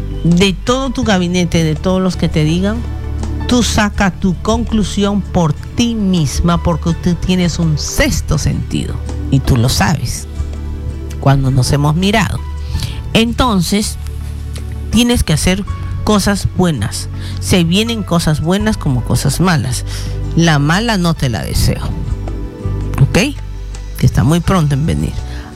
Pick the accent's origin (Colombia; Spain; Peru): Peru; now in Ecuador; para mi Perú, porque soy peruana